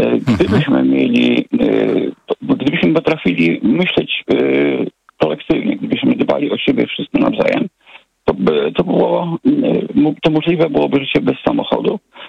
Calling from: Warsaw, Masovian Voivodeship, Poland; mieszkam w Warszawie, a do pracy jeżdżę do Łomianek.

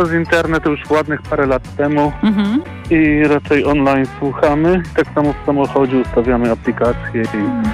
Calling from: Tomaszów Mazowiecki, Łódź Voivodeship, Poland; jesteśmy z Tomaszowa Mazowieckiego

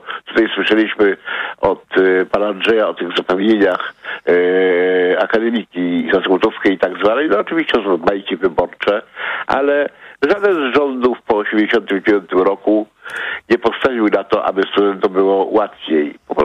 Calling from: Warsaw, Masovian Voivodeship, Poland

